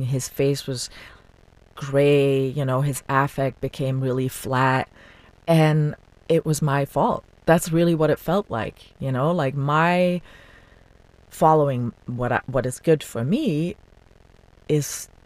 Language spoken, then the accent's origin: English; Belgium; English is a second language; moved away as an adult; now in United States; I'm from Belgium. I'd moved to the US for David, and I felt so untethered.